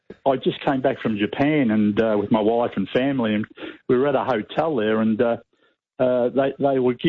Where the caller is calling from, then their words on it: Australia; being an Australian